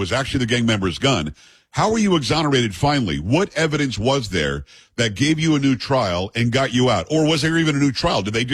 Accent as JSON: {"language": "English", "region": "New York", "country": "United States", "lives_now": "Texas, United States", "said": "you know this better than I do because I live in Texas now, but I'm from New York."}